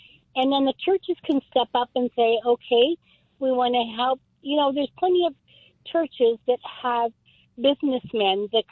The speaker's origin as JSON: {"language": "English", "region": "Montana", "country": "United States", "said": "Yeah, because I know I'm from Montana, and we had a place called Warm Springs."}